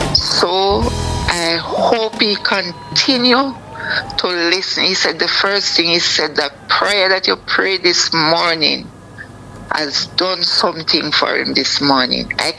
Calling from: Mandeville, Manchester Parish, Jamaica; from Mandeville.

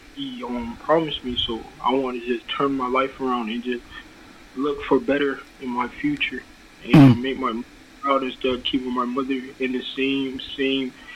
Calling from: Four Corners, Florida, United States; I'm joining from Four Corners on Devonport, Florida.

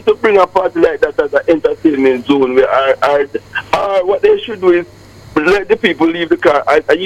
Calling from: Jamaica

